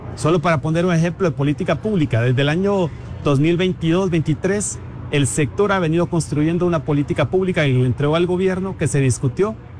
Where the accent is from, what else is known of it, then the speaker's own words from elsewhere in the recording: San Agustín Acasaguastlán, El Progreso, Guatemala; Personalmente soy de San Agustín, Casahuastlán